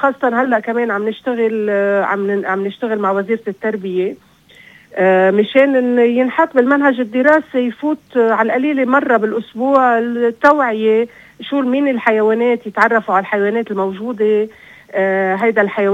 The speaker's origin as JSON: {"language": "Arabic", "country": "Syria", "lives_now": "Lebanon", "said": "يعني فالخطة هي، أنا سوري عم برجع لأنه من وجعي عم بحكي"}